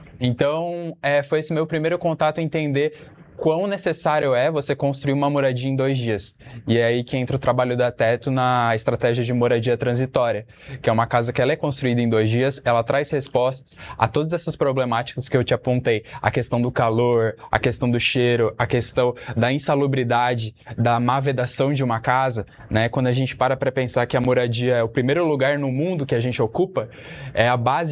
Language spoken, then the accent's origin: Portuguese; São Paulo, Brazil; Eu fui criado na Zona Oeste, região próxima ali de Pinheiros